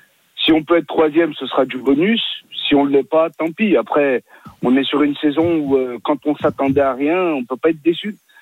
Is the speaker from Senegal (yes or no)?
no; Lyon, Auvergne-Rhône-Alpes, France; Je viens de Lyon et je suis à la campagne, j'en suis bien, mais je serai toujours lyonnais.